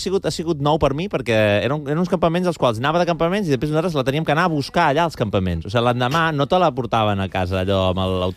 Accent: Terrassa, Catalonia, Spain; jo soc de Terrassa.

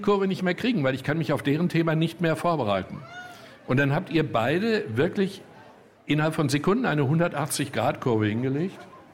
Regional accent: North Rhine-Westphalia, Germany; ich komme aus dem Ruhrgebiet

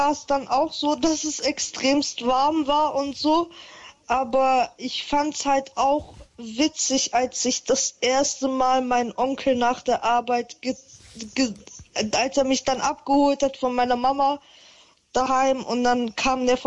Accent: Germany; dass ich in Deutschland groß geworden bin und hauptsächlich nur Deutsch rede.

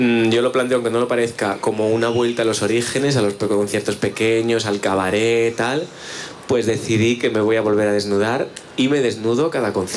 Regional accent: Spain

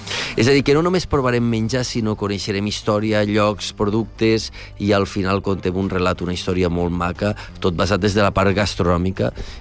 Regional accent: L'Aldea, Catalonia, Spain; born there; perquè jo sóc nascut a l'Aldea

